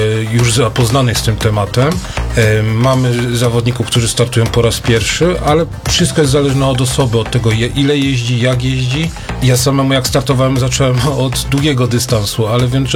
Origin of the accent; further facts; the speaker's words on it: Tarnów, Lesser Poland, Poland; pochodzę z Tarnowa.